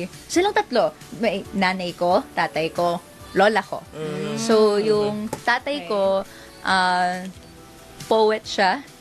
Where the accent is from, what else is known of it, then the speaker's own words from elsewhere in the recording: Malabon, Metro Manila, Philippines; taga Malabon po ako.